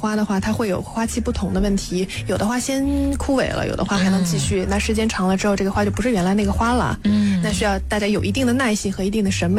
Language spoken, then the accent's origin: Chinese; China